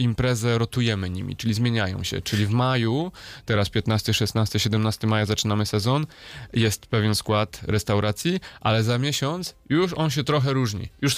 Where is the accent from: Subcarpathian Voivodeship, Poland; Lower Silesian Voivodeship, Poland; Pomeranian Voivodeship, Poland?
Lower Silesian Voivodeship, Poland; Wrocław; ja jestem z Wrocławia, tu we Wrocławiu się zaczęło